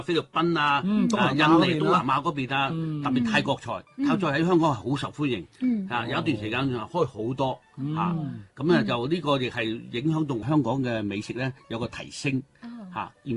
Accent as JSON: {"language": "Cantonese", "town": "Guangzhou", "region": "Guangdong", "country": "China", "said": "因為證明咧我哋廣州人咧佢唔係好注重嗰個"}